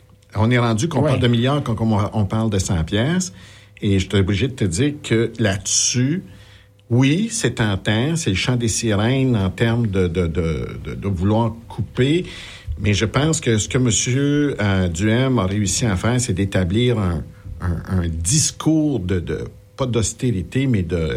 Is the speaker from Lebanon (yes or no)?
no; Canada; on est canadien